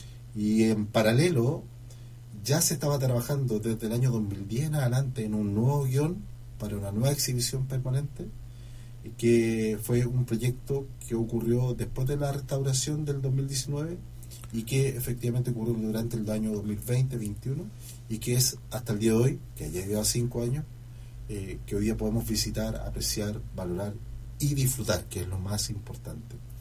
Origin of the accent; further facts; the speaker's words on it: Talca, Maule, Chile; also born or lived in Ñuñoa, Santiago, Chile; yo nací efectivamente en Santiago, en Ñuñoa, pero desde los 3 años en adelante he vivido en Talca. He estudiado en Talca y me he formado en Talca.